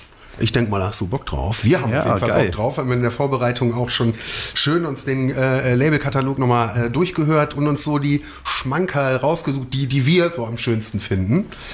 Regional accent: Wuppertal, North Rhine-Westphalia, Germany; Und ich komme zwar nicht aus dem Oberbergischen, aber ich komme aus Wuppertal. Das ist auch das Bergische Land.

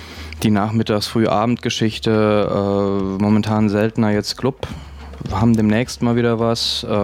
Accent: Saarland, Germany; also born or lived in Karlsruhe; now in Düsseldorf, Germany; Ist aber kein gebürtiger Düsseldorfer. Aus dem kleinen Saarland.

